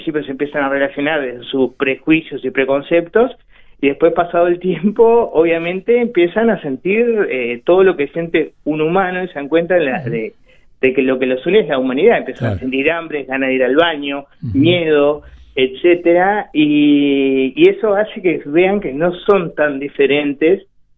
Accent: Montevideo, Uruguay; Yo soy de Villa Española

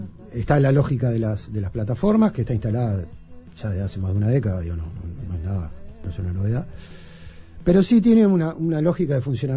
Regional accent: Montevideo, Uruguay; Yo vivía cerca de ahí. Como niño me crié en Villa Dolores. y íbamos mucho al zoológico y al planetario.

